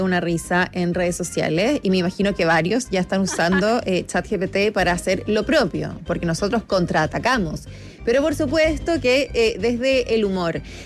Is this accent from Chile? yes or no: yes; Chile